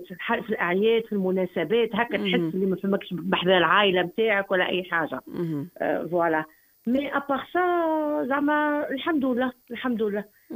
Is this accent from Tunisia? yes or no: yes; Tunisia; now in Morocco; طفولتي عديتها يعني في تونس